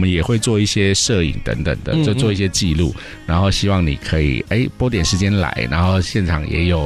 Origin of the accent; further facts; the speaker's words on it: Taichung, Taiwan; 台中就是我跟 Peter 的故乡啦，